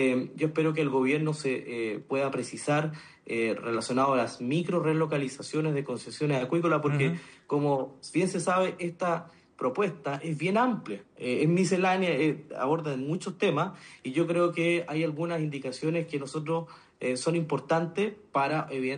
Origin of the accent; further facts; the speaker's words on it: Patagonia, Chile; somos de la Patagonia ambos